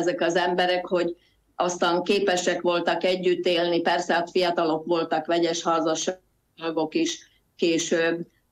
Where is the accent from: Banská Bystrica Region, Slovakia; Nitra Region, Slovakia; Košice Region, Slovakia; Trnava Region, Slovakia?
Nitra Region, Slovakia; Nesvady